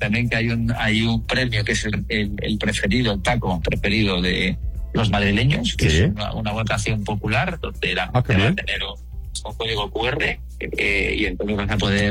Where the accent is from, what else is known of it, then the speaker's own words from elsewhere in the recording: Mexico; Sí, como mexicanos